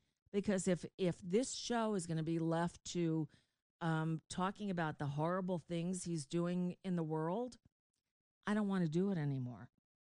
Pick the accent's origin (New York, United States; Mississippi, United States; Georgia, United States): New York, United States; moved away; when I grew up in New York, we always went back to school like the Monday after Labor Day.